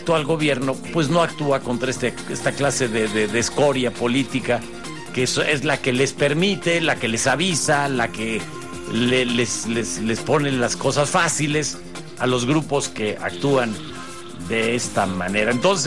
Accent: Mexico

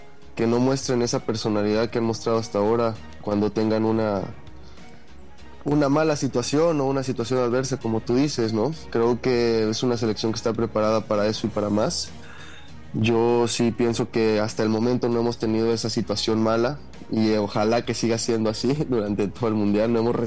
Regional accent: Mexico; Sinceramente, como mexicano y como aficionado del fútbol

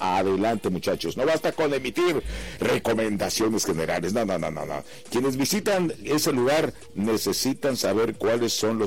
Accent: Mexico; Pero los que somos allá de Bahía, que conocemos este arroyo

